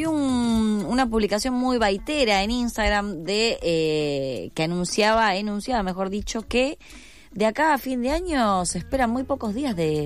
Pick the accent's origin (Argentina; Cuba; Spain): Argentina; Buenos Aires